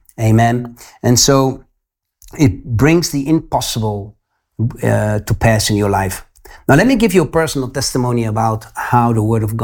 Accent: Netherlands; English is a second language; like I'm from Holland, but I'm convicted in Portugal, you know

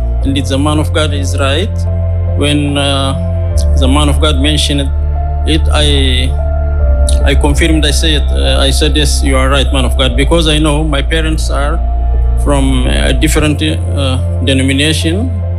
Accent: Eritrea; now in Netherlands

